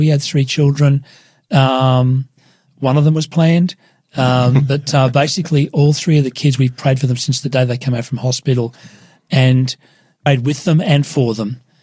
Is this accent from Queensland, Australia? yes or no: yes; Queensland, Australia; also born or lived in New Zealand; now in Sydney, Australia; going to New Zealand for 5 years, coming back to Sydney. We're both from Queensland. We've left our family behind.